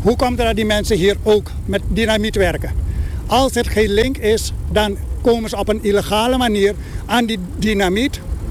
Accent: Suriname; Dus ik denk dat wij als Surinamers heel boos kunnen worden.

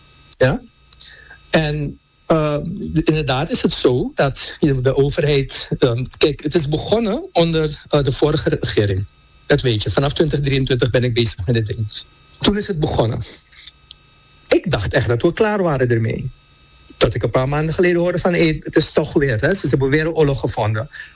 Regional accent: Suriname; Want dat is de overweging die wij moeten maken als Surinamers, toch?

